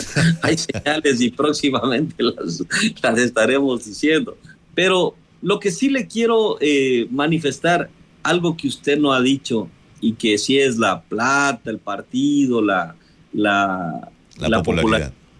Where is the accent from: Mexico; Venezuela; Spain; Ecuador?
Ecuador; necesitamos recuperar nuestro Ecuador